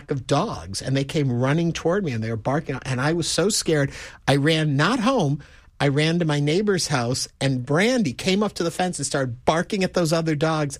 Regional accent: New York, United States; on the East Coast, upstate New York, and we have the second least amount of sun in our town in any city in the country outside of Seattle, Washington.

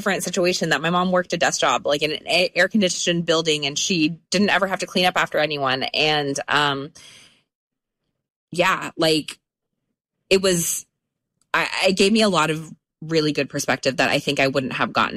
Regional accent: United States; I still can't help but be thankful that I was raised in the United States, despite, like, all the circumstances, despite everything that I had gone through.

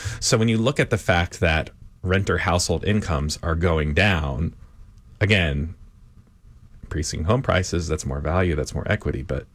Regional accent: New York, United States; now in Houston, United States; I'm from the New York metro area originally

